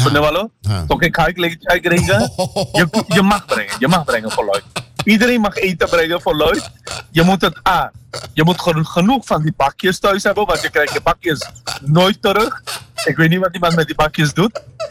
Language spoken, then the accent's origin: Dutch; Suriname; Dus ik ben in Suriname opgegroeid. En in Suriname had je geen Duits op de middelbare scholen.